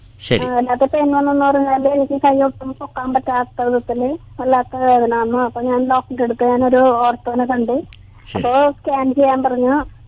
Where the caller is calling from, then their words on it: Kumbalangi, Kerala, India; കുമ്പളങ്ങിന്ന് വിളിക്കുന്നത്. … 64 years.